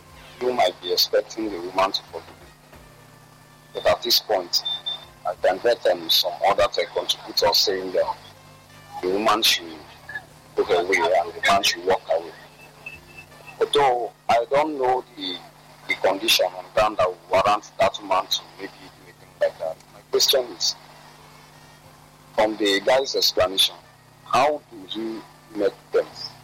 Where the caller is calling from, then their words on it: Abuja, Federal Capital Territory, Nigeria; I'm calling from Abuja.